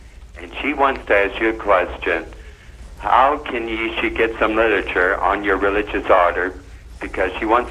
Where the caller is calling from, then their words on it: Missouri, United States; I'm from Missouri.